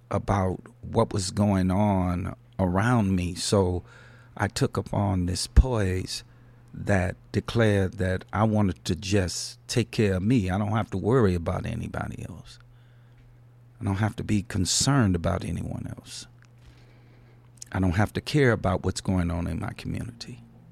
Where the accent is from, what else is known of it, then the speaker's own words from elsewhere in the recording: Chicago, Illinois, United States; I'm from Chicago.